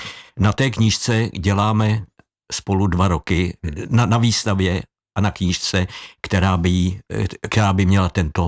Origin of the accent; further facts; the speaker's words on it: Plzeň, Plzeň Region, Czechia; protože přestože celý život žiju v Plzni, hodně o Plzni píšu, dělám v Plzni výstavy